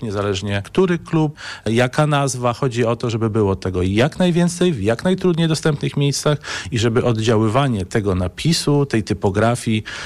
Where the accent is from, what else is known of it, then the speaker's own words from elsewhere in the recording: Lublin, Lublin Voivodeship, Poland; Pochodzę z Lublina.